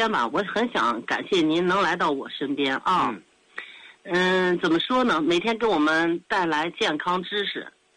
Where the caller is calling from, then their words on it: Shijiazhuang, Hebei, China; 我是河北石家庄的。